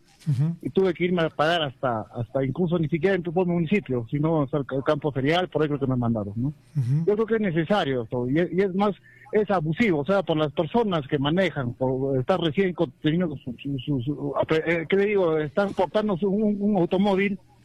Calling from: Juliaca, Puno, Peru

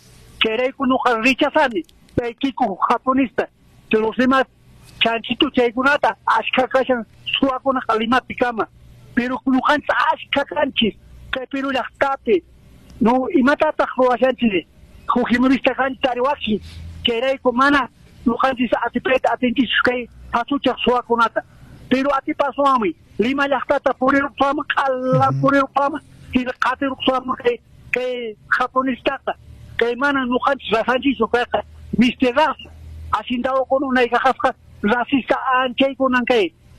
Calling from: Azángaro, Puno, Peru; De Azángaro.

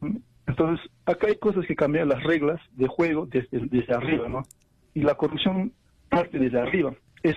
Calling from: Juliaca, Puno, Peru; de Juliaca

